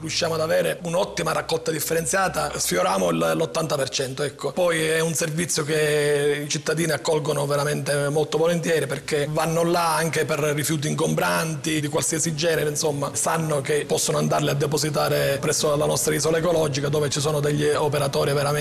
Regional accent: Caccamo, Sicily, Italy; Intanto il mio paese, che ovviamente sono molto molto orgoglioso di questo paese. Ovviamente come tutti i paesi specie della Sicilia ci sono tantissime difficoltà

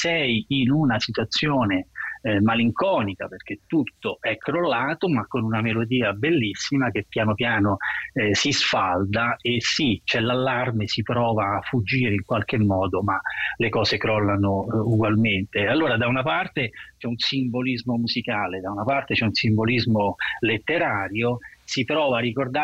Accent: Pescara del Tronto, Marche, Italy; A Pescara del Tronto, che poi è il mio paese d'origine

